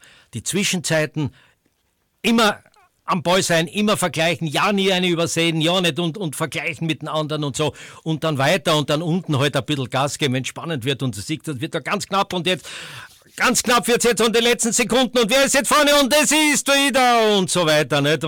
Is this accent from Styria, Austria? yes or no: yes; Graz, Styria, Austria; Als erstes habe ich ja Fußball gemacht, als Grazer bevor ich dann hinaus in die weite Welt durfte